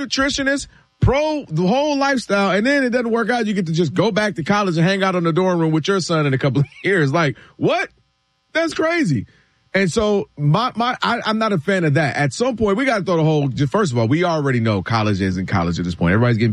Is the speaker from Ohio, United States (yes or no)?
no; Ann Arbor, Michigan, United States; I'm born and raised in Ann Arbor.